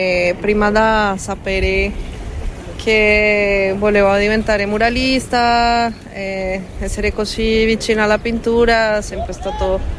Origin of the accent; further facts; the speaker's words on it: Bogotá, Bogotá Capital District, Colombia; Italian is a second language; moved away; essere nata a Bogotà ti rendere un po' lontana da quella connessione, perché è una città grandissima dove tutte le persone della Colombia arrivano da tanti luoghi diversi